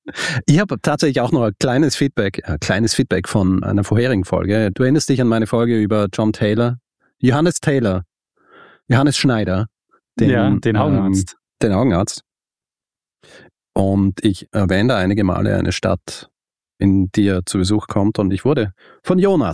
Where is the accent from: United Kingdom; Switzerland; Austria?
Austria; Genau, kein Radio, und ich bin Österreicher